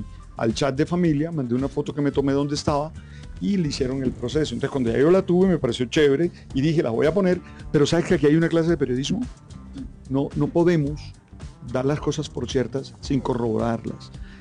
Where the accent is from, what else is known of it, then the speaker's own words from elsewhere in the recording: Colombia; born there; Yo soy uno de esos argentinos que nació en Colombia. Yo amo Colombia, soy colombiano